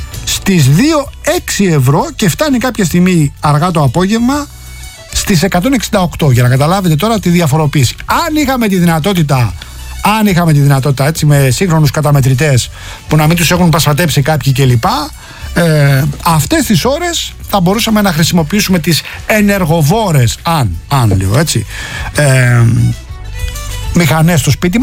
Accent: Rafina, Attica, Greece; born there; στην πατρίδα μου, στη Ραφίνα που είναι καλοκαιρινή.

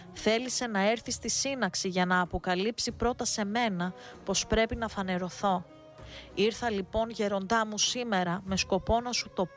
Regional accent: Istanbul, Turkey; Ορφάνεψα από μικρός Και έτσι με ανέλαβε ο θείος μου, ο καθηγητής, και μεγάλωσα στην Κωνσταντινούπολη.

